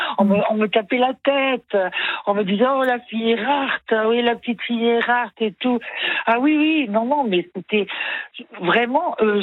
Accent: Grand Est, France; quand j'étais petite, je vivais en Alsace et j'habitais à côté d'une forêt.

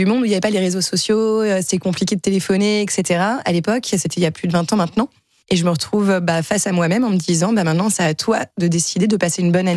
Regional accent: France; moved away as an adult; now in Mexico; comme je suis française

